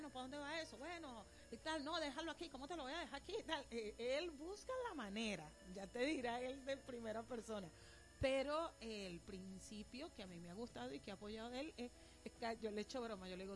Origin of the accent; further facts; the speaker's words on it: Venezuela; Yo pienso que en Venezuela